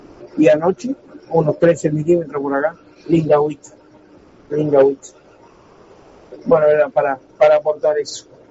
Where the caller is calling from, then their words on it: Colonia Delta, Uruguay; acá de la linda Colonia Delta.